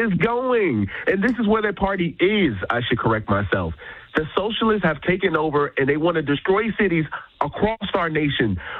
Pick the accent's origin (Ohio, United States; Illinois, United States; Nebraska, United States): Illinois, United States; Chicago; It's where my brother was murdered. It's where I'm from. I was born and raised in Chicago.